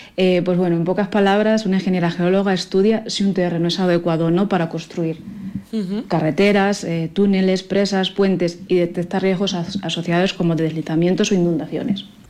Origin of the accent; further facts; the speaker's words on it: Motilla del Palancar, Castilla-La Mancha, Spain; soy de Motilla. Motilla del Palancar.